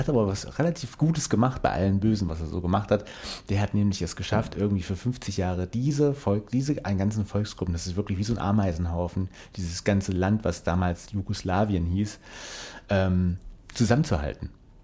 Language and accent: German; Germany; als Deutscher bist du da wirklich, die tragen dich auf Händen da, weil du bist Deutscher.